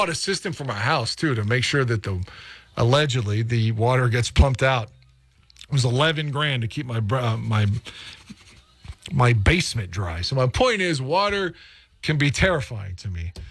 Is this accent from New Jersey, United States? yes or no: no; West Virginia, United States; I grew up in McDowell County and we went through so many floods down there